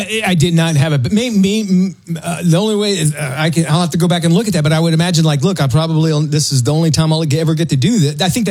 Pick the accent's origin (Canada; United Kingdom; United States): United Kingdom; England; And I go, "No, I'm English."